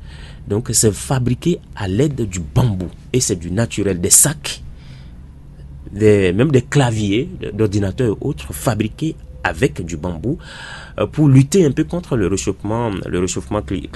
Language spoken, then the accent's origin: French; Benin; Nous, en tant que Béninois